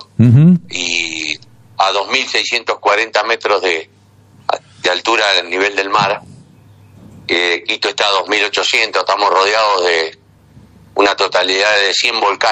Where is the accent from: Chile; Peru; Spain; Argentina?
Argentina; now in Ecuador; para mí Ecuador fue un paraíso comparado en el momento que yo me vine de Argentina